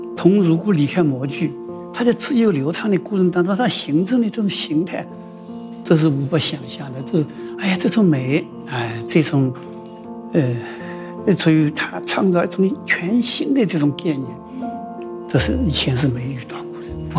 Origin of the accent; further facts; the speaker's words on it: China; 我们中国人